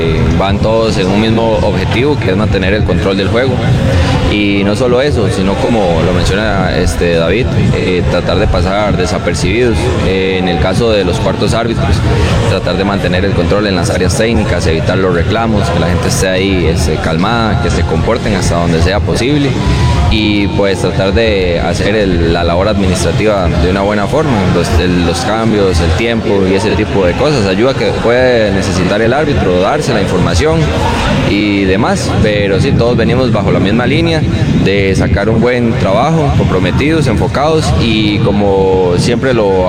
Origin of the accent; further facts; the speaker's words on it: Coronado, San José, Costa Rica; En Coronado, somos de Coronado, entonces está por allá.